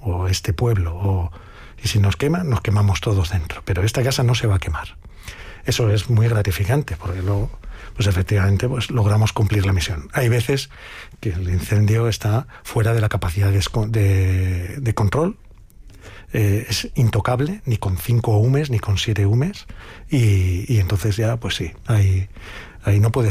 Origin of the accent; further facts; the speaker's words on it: Spain; que en el fondo es un ciudadano de España, como somos los españoles, es que somos empáticos por naturaleza.